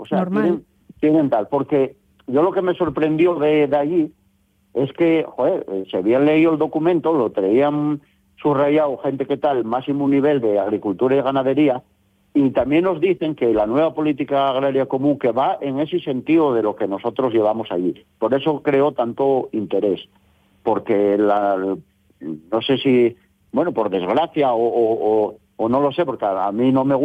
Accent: Asturias, Spain; que somos 100 y pico ganaderos, que somos asturianos, que pertenecemos a la consejería

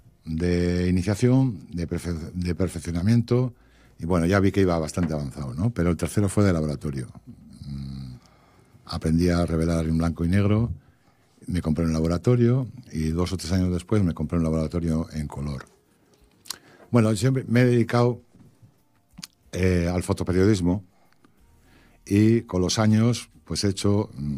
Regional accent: Bilbao, Basque Country, Spain; now in Asturias, Spain; soy de Bilbao, pero llevo muchos años en Asturias por temas familiares y tal, ¿no?

